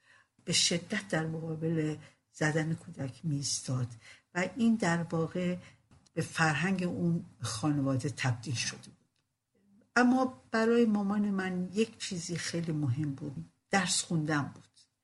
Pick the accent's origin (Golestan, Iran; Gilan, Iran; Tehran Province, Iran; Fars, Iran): Gilan, Iran; Rasht; در یکی از محلات قدیمی رشت به دنیا اومدم، همراه سه برادر و یک خواهر بزرگ شدم.